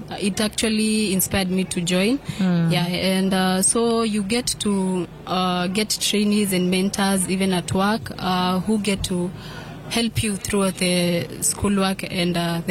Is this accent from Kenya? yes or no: yes; Kikuyu, Kiambu County, Kenya; Mimi nimetoka Kikuyu. I'm from Kikuyu.